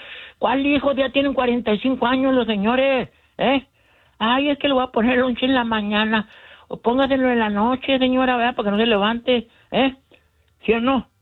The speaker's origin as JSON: {"language": "Spanish", "region": "Chihuahua", "country": "Mexico", "said": "viven allá en Chihuahua, yo soy de Chihuahua, ¿me entiendes?"}